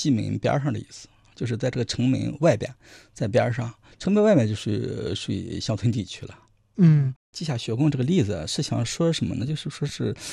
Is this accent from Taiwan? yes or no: no; Shandong, China; moved away; 而且离我的老家很近啊，